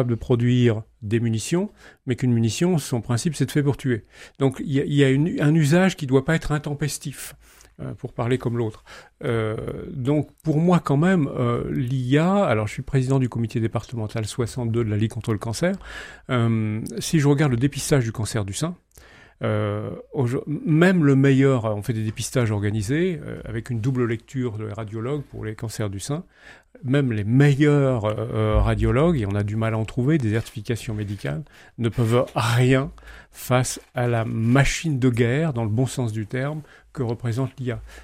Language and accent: French; Hauts-de-France, France; Je vous ferai une réponse de Normand, je ne suis pas, puisque je suis du Pas-de-Calais.